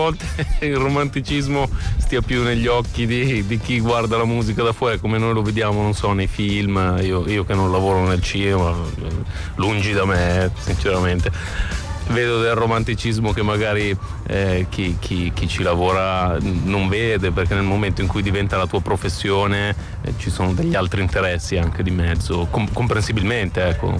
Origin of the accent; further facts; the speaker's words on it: Milan, Lombardy, Italy; io sono milanese